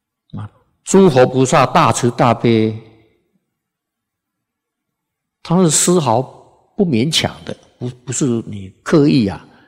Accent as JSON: {"language": "Chinese", "country": "China", "said": "这个我们中国人啊，近代的中国人啊，看到自己中国人，他不恭敬啊"}